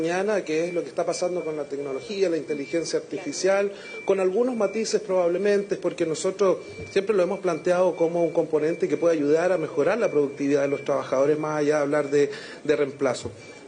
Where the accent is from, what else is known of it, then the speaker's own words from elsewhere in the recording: Chile; Estamos frente a fiestas importantes para nuestro país, donde estamos celebrando como chilenos.